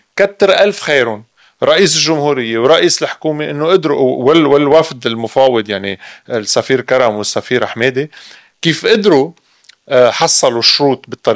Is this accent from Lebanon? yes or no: yes; Lebanon; نحن كلبنانيين يلي تحروقوا صبيعنا على مدى 40 سنة